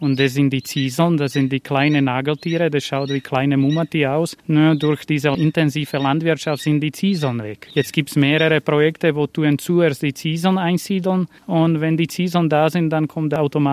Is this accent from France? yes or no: no; Slovakia; now in Rauris, Austria; Genau, ich habe mit 14 Jahren angefangen mit den Greifvogelarbeiten. Bei uns in der Slowakei, das ist wahrscheinlich d